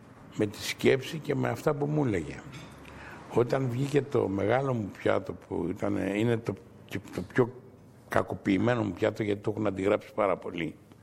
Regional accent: Piraeus, Attica, Greece; Ήτανε λίγο δύσκολο για μένα ένας Πειραιώτης να αφήνει την πόλη του και να πηγαίνει στην Αθήνα.

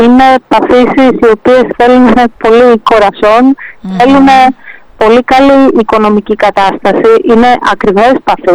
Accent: Piraeus, Attica, Greece; Εγώ είμαι και από τον Πειραιά.

